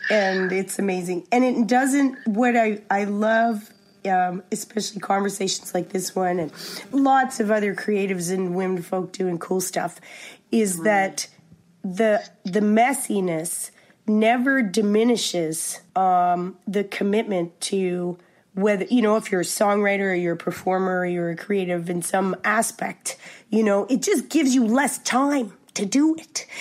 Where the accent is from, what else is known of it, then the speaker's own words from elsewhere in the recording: Cape Breton, Nova Scotia, Canada; I'm from Cape Breton, so I love me a benefit